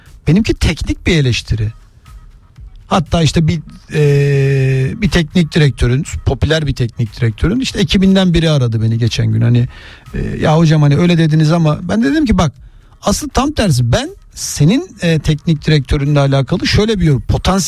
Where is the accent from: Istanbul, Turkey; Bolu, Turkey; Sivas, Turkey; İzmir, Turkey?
Istanbul, Turkey; ben Gazi Osman Paşa'da büyüdüm. Hani Senin o hani varoş diye anlattıkları böyle eğitim konusunda problemli bir yerde büyümüşüm.